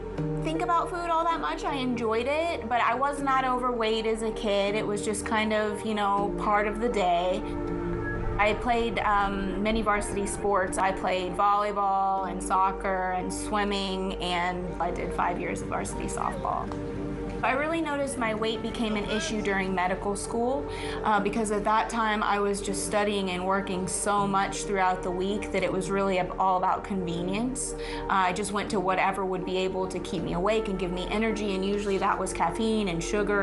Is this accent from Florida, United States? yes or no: yes; St. Petersburg, Florida, United States; I grew up in St. Petersburg, Florida. My family's very close-knit.